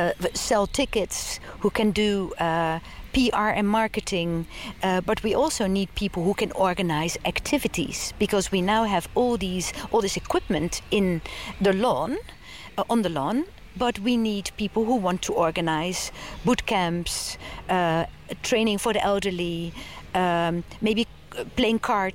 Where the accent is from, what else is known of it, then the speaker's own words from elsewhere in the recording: Westland, South Holland, Netherlands; now in The Hague, Netherlands; I come originally from Westland, but I live in The Hague. So what makes me that? It makes me a person who lives in The Hague.